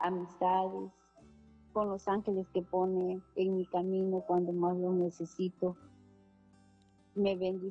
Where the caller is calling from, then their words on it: Tlaxcala, Veracruz, Mexico; del estado de Veracruz, de Tlaxcala, en Veracruz.